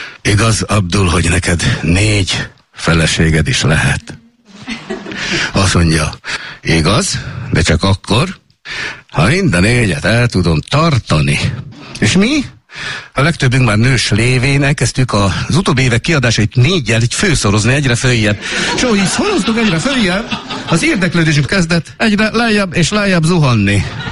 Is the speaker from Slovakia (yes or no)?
yes; Mátyusföld, Slovakia; a mátyosföldi kukoricaföldrő, onnan származunk